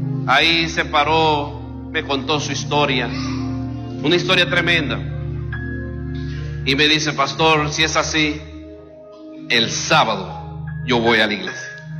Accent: Cuba; born there; moved away; soy cubano también. Nací en la parte oriental del país, la última parte de Cuba, en donde el mapa da la última vuelta. Si te caes del trazo del lápiz, caes en el mar. Pero ahí nací.

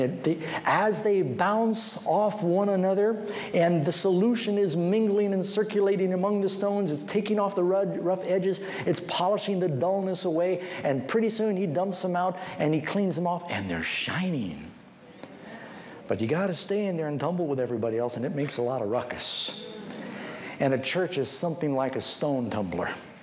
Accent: California, United States

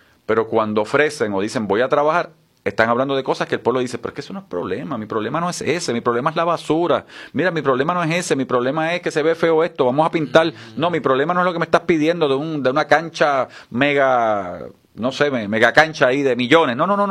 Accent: Jayuya, Puerto Rico; llego primero en mi pueblo.

